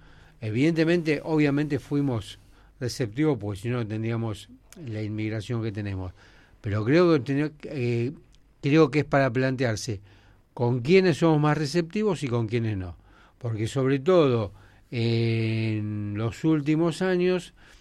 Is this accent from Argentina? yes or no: yes; Argentina